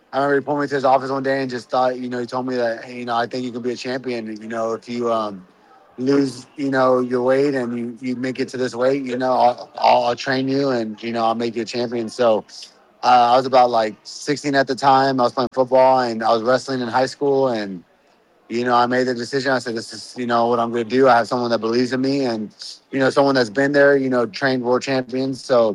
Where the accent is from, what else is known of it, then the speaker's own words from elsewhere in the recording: Houston, Texas, United States; Born and raised in Houston, Texas.